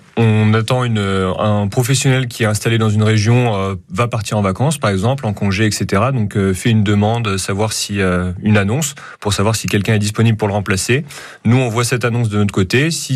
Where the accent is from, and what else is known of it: Auvergne-Rhône-Alpes, France